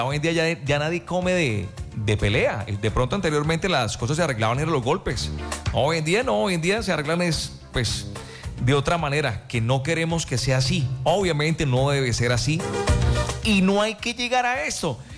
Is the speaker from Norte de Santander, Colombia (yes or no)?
yes; Cúcuta, Norte de Santander, Colombia; Yo soy cucuteño.